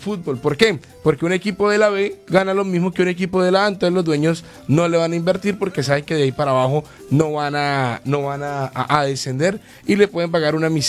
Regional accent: Colombia; nosotros somos conformistas los colombianos.

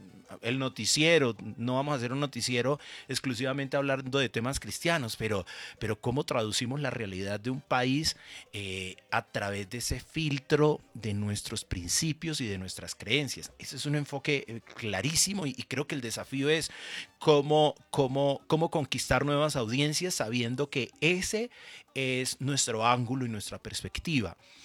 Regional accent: Bucaramanga, Santander, Colombia; yo soy de Bucaramanga, sí. Venía de Bucaramanga, nací en el cristianismo en Bucaramanga, en mi familia

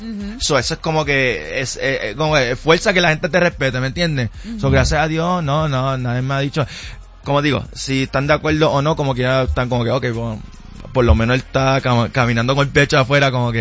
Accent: Puerto Rico; born or raised there

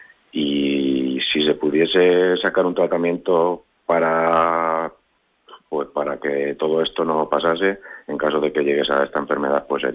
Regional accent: Quintanar del Rey, Castilla-La Mancha, Spain; yo soy de Quintanar del Rey

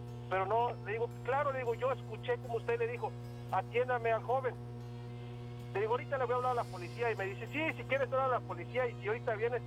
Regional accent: Puebla, Mexico; yo iba llegando a la Ciudad de México, yo soy de Puebla.

